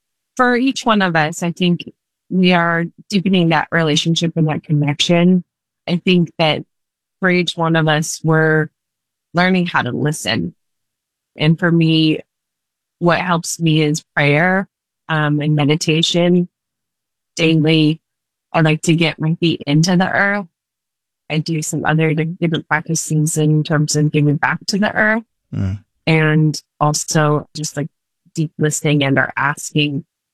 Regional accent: Silverton, Colorado, United States; also born or lived in Los Angeles; And I was raised in Silverton, Colorado. So I'm on big, beautiful mountains and peaks. And it always felt like home to me. Even when I moved to Los Angeles

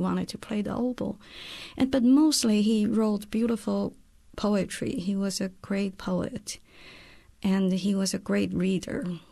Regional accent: China; So I grew up in China, and for instance, when I was little, all the adults wou

